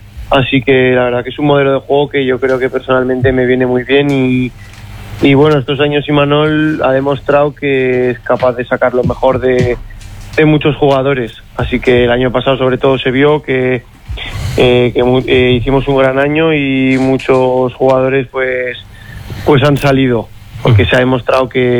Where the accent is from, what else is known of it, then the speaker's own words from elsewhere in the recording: Zaragoza, Aragon, Spain; soy de Zaragoza y el año pasado fiché por el Baracaldo